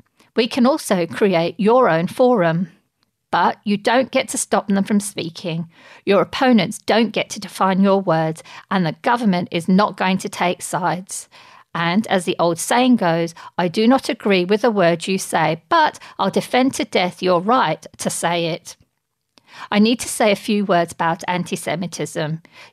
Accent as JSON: {"language": "English", "country": "Pakistan", "said": "I come from Pakistan, where tax avoidance is a national sport in which everyone is winning gold."}